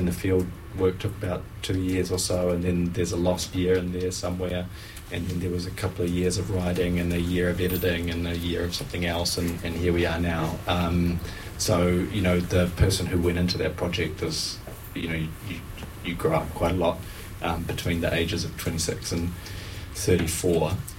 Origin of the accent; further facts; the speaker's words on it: Auckland, New Zealand; I grew up in Auckland with mum, who's a psychiatric nurse, and dad, who's a sort of handyman gardener.